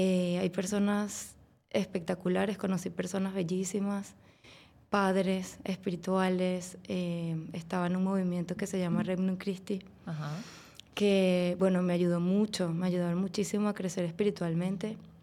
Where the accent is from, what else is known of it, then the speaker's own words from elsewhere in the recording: Venezuela; moved away as an adult; now in United States; yo soy de Venezuela. Uh-huh. Tengo casi 9 años acá en Estados Unidos. He sido católica. Mi familia es católica.